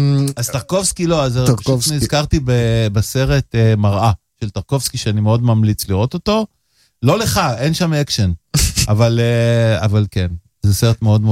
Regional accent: Bat Yam, Tel Aviv District, Israel; באזור שגדלתי בבת ים.

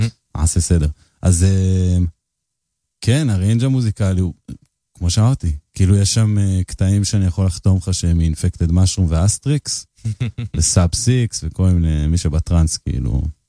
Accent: Jerusalem, Jerusalem District, Israel; moved away as an adult; now in Haifa, Israel; ירושלמי במקור, חיפאי כבר, אני חושב קצת מעל עשור

